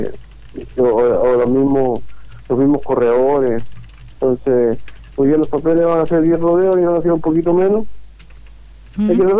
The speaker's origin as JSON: {"language": "Spanish", "town": "Puerto Montt", "region": "Los Lagos", "country": "Chile", "said": "yo soy sureño, yo soy de Puerto Montt, y en Puerto Montt y el sur mucho"}